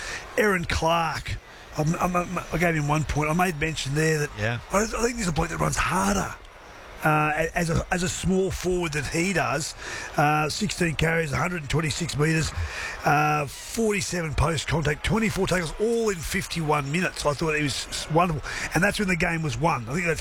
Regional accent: Queensland, Australia; Yeah, mate, I love playing at Suncorp, you know, being a Queenslander, and to get a win against the old team makes me pretty happy.

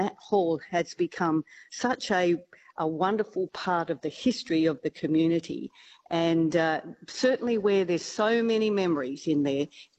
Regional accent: Brunswick, Victoria, Australia; born in 1954. So Brunswick was well and truly on its way in those years. And I remember living directly opposite Peter's factory in 2 George Avenue.

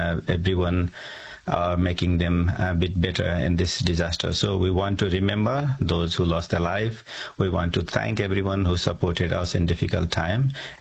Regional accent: Nepal; My hometown is a bit away from affected area, but some of my friends during my engineering studies back in Nepal were working in the disaster area, and they're missing.

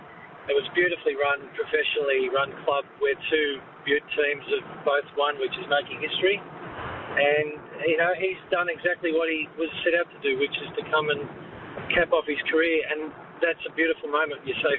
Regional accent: Bondi, New South Wales, Australia; The full circle moment was I was born in Bondi.

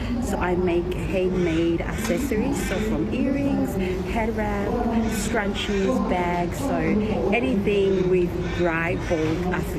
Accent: Melbourne, Victoria, Australia; also born or lived in Angola; now in Kurunjang, Australia; Originally I'm from Angola, but I was raised down in Sunshine West, so that's where I grew up. But at the moment I'm around Kurubichang.

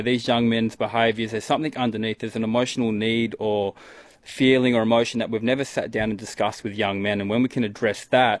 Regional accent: Broome, Western Australia, Australia; So I grew up in Broome. I spent probably, yeah, moved here when I was one with my parents

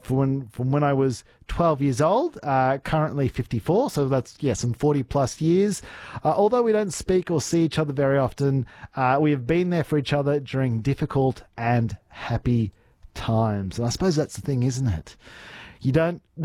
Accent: Chile; I knew them in primary school growing up in Chile.

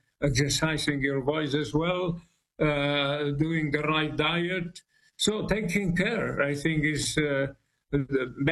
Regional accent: Barcelona, Catalonia, Spain; I remember well we had the Olympics in Barcelona, my hometown, in which I was a musical director.

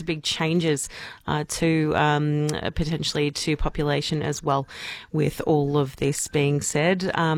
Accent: Melbourne, Victoria, Australia; I'm from Melbourne where there's a lot of units and a lot of 1As and Bs and Cs and Ds and they figure it out.

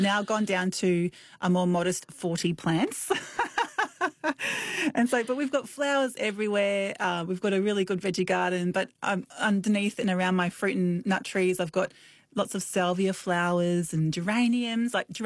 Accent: Brisbane, Queensland, Australia; because I grew up in Brisbane, and when I go back there

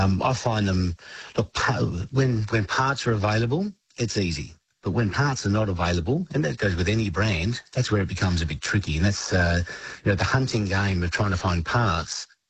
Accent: Melbourne, Victoria, Australia; as said, I'm from Melbourne. So I'd go into Melbourne, go to the watch.

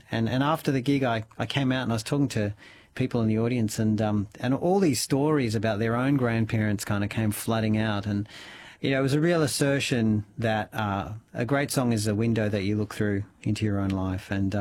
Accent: Melbourne, Victoria, Australia; so I did that in my hometown of Melbourne, and I went back to the corner where I did so many of those shows 20 years ago

